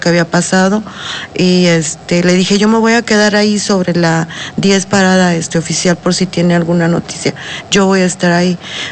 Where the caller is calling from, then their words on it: Apizaco, Tlaxcala, Mexico; venimos de Apizaco, no somos de aquí